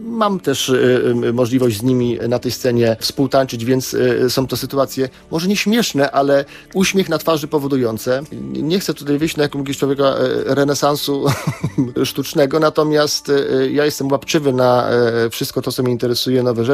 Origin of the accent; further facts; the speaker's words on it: Gdynia, Pomeranian Voivodeship, Poland; Ja jestem absolutnym gdynianinem.